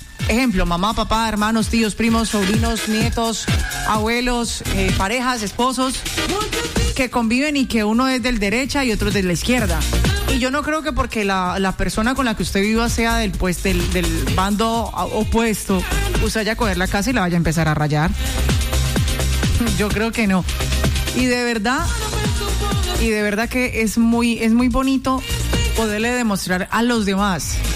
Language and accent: Spanish; Cali, Valle del Cauca, Colombia; born there; amo mi ciudad, soy caleña de nacimiento, de corazón. Me siento muy orgullosa de mi ciudad